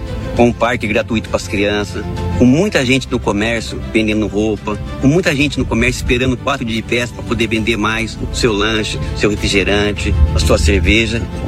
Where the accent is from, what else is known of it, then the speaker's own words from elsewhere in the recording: Ipaussu, São Paulo, Brazil; Eu nasci, cresci e vou morrer em Ipaussu.